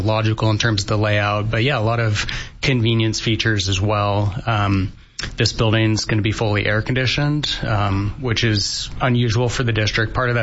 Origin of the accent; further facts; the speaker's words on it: Bend, Oregon, United States; I grew up in Bend